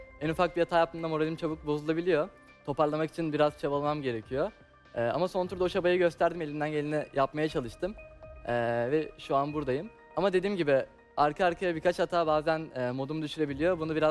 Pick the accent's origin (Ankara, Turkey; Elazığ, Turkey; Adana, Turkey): Adana, Turkey; now in Istanbul, Turkey; İstanbul Tıp Fakültesi 4. sınıf öğrencisiyim. 2000 doğumluyum, 21 yaşındayım. Doğma büyüme Adanalıyım. Aslen Diyarbakırlıyım.